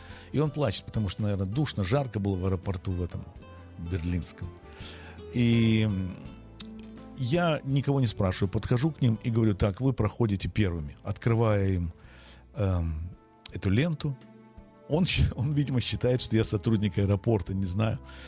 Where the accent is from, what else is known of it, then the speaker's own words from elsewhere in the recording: Israel; я из Израиля.